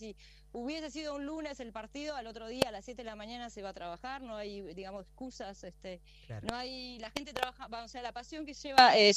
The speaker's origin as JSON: {"language": "Spanish", "country": "Argentina", "moved": "as an adult", "lives_now": "Valais, Switzerland", "said": "los argentinos que vivimos en Valais, porque también, bueno, en Suiza, porque somos una minoría, estamos en un país que no es nuestro"}